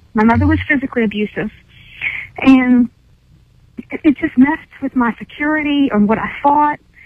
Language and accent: English; Charleston, United States; I was raised in Charleston, moved back here to this area